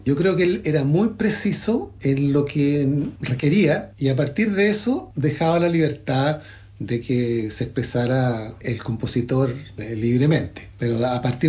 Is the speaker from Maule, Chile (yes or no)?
no; Concepción, Biobío, Chile; born there; Nací en Concepción, sí.